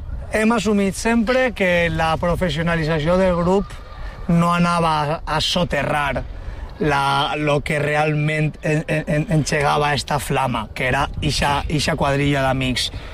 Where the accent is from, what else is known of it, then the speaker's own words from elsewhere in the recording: Valencian Community, Spain; com podem deixar de costat la cosa tan personal que tenim nostra com a valencians?